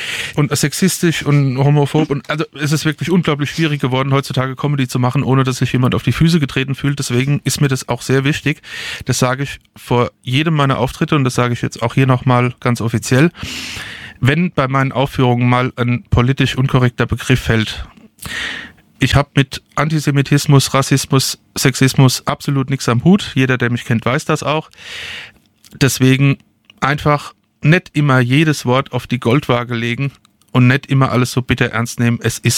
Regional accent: Hesse, Germany; Also ich bin Hesse, ja, der Hesse schenkt gern.

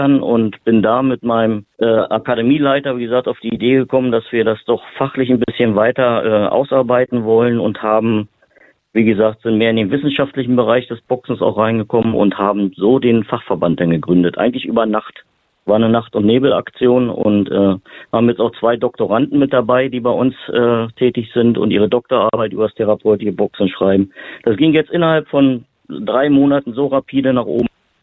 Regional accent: Berlin, Germany; Ich habe mit 5 Jahren, ich komme aus Berlin, in 5 Jahren mit Kinderkarate angefangen

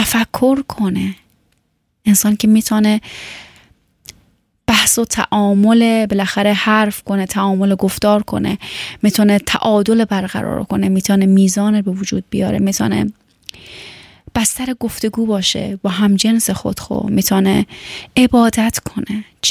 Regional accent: Afghanistan; now in Germany; و این وقتی که فهمید من از افغانستان هستم، با من چند دقایق صحبت کرد

